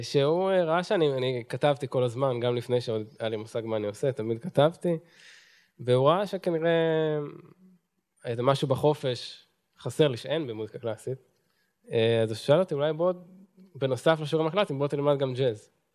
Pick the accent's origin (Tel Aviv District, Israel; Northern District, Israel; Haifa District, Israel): Northern District, Israel; Afula; שם גדלתי.